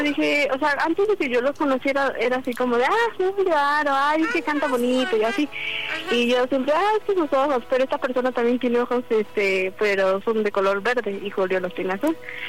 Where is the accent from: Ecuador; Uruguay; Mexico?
Mexico; State of Mexico; Tengo 22 años y soy del Estado de México.